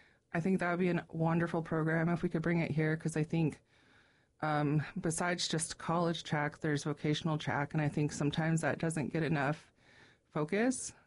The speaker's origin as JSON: {"language": "English", "town": "Haines", "region": "Alaska", "country": "United States", "tie": "born or raised there", "said": "Well, I'm originally from Haines. I was born here at the clinic. And so I went through the school here, obviously."}